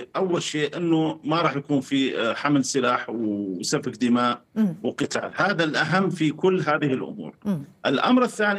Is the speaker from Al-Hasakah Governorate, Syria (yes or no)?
yes; Al-Hasakah, Al-Hasakah Governorate, Syria; احنا ترى أبناء الحسكة مو عايزين الثوار أو حتى الدولة مو عايزة تدخل المحافظة